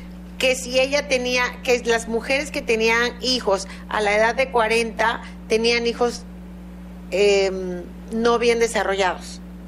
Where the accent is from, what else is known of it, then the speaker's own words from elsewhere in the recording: Tabasco, Mexico; en Tabasco somos de bracito gordito.